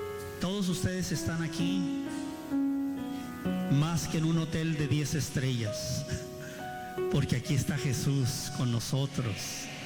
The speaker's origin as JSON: {"language": "Spanish", "country": "United States", "tie": "born or raised there", "said": "ya saben que yo de niño crecí aquí en Estados Unidos, pero mi mamá era ilegal."}